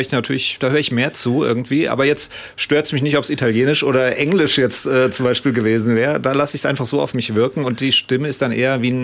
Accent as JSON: {"language": "German", "town": "Mainz", "region": "Rhineland-Palatinate", "country": "Germany", "said": "Ja, also in Mainz-Bretzenheim haben meine Eltern gewohnt, als ich geboren wurde."}